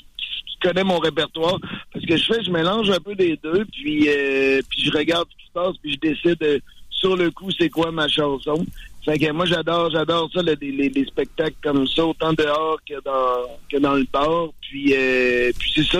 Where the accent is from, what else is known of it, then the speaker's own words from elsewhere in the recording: Quebec City, Quebec, Canada; Moi, je viens de Québec, là, fait que je jouais à Lévis sur le bord du fleuve.